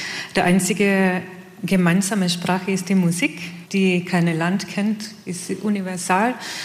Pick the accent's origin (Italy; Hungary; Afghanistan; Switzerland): Italy; German is a second language; now in Klagenfurt, Austria; ich bin eben extrem froh, dass ich eine italienische Oper habe natürlich, weil eben für uns Italiener